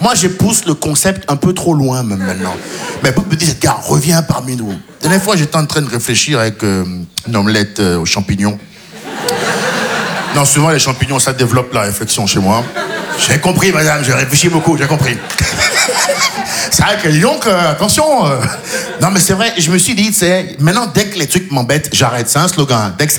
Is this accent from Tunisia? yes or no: no; Benin; Je me dis, je suis franco-béninois. Ouais, je me dis, maintenant, quand les impôts, ils viennent, je suis béninois.